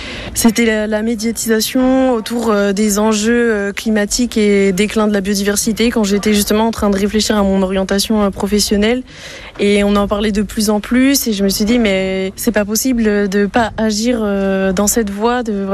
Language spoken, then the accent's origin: French; Brest, Brittany, France; J'ai grandi à Brest